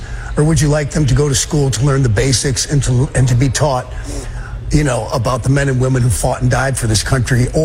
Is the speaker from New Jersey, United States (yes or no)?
no; Dearborn, Michigan, United States; born there; Well, number one, I was born in Dearborn, Michigan. So was my father, raised there. My grandfather raised him there.